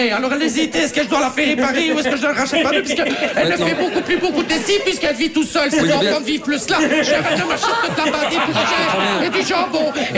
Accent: Belgium; Je suis belge, je suis en crise.

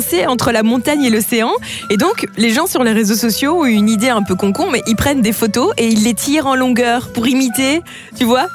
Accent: Belgium; moi, en tant que Belge

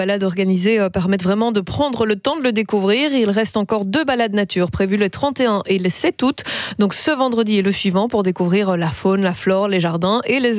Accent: Belgium

